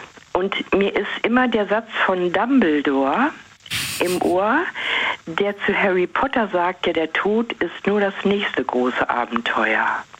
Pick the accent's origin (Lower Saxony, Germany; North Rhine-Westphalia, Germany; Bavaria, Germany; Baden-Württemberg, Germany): North Rhine-Westphalia, Germany; Vlotho; Ich bin also praktisch wieder zurückgegangen, mhm, so einen Schritt in meine Heimat und habe mich da sau wohl gefühlt. Auch wenn ich die Stadt Floto, da bin ich ab und zu mal reingefahren in die Stadt Floto, wo ich auch meine Jugend verbracht habe